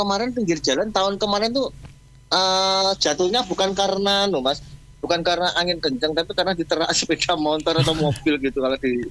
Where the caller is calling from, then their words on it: East Java, Indonesia; di desa kami, di Jamsaran dulu masih desa itu